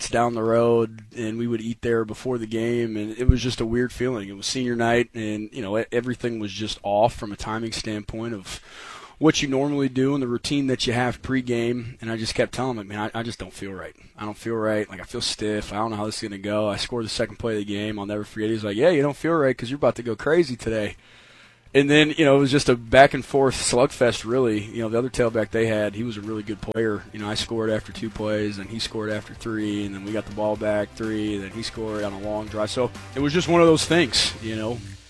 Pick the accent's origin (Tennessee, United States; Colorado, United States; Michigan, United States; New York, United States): Michigan, United States; I'm from Michigan. You know, I'm from an hour down the road, and I really wanted to get back closer to home.